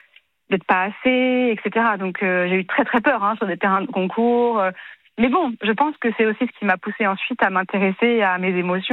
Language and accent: French; Maisons-Laffitte, Île-de-France, France; J'ai grandi à Maisons-Lafitte, en région parisienne.